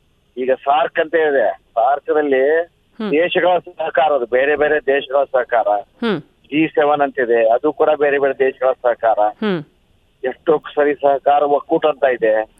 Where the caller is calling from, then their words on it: Solapur, Maharashtra, India; Solapur, Maharashtra.